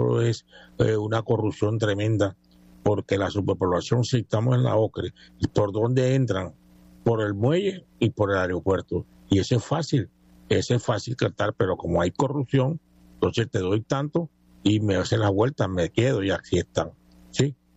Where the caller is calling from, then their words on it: San Andrés, San Andrés, Providencia and Santa Catalina, Colombia